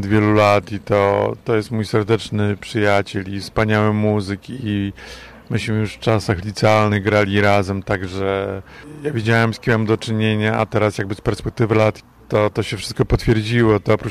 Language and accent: Polish; Tricity, Pomeranian Voivodeship, Poland; ty i ja jesteśmy z Trójmiasta